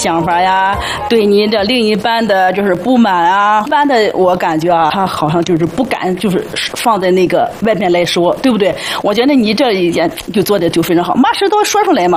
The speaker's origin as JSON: {"language": "Chinese", "region": "Tianjin", "country": "China", "said": "我来自天津，"}